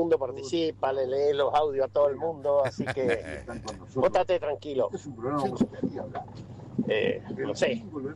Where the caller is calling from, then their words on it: Sarmiento, Argentina; Soy de acá, de Sarmiento, acá se escucha.